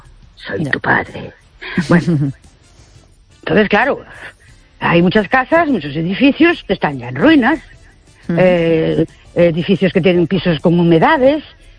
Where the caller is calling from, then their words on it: Ourense, Galicia, Spain; de Urense otra vez.